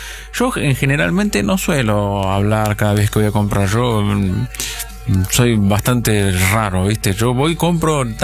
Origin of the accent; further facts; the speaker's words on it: Buenos Aires Province, Argentina; Yo soy bonaerense